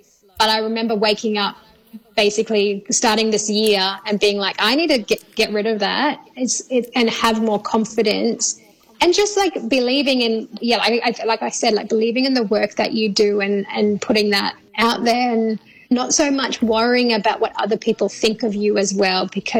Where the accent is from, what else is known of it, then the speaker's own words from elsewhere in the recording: Western Australia, Australia; We all know, like, growing up in the Kimberleys, sometimes it's hard to really be the one who going after your shining